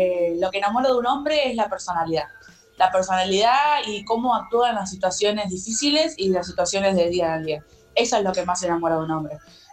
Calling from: Manuel Alberti, Buenos Aires Province, Argentina; de Manuel Alberti.

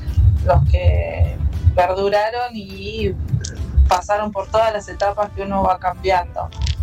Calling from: Ituzaingó, Buenos Aires Province, Argentina; de Ituzaingó

